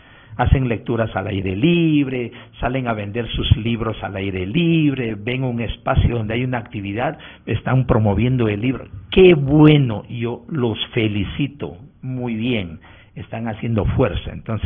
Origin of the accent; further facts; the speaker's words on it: Huánuco, Peru; moved away; also born or lived in Lima / Trujillo / Chiclayo / Piura; yo he salido de mi tierra casi 14 años, estuve ausente entre Lima, Trujillo, Chiclayo y Piura, y de ahí he traído yo ciertas experiencias. Y estas experiencias he querido y quiero ponerlos de pronto en vigencia en mi ciudad, en Huánuco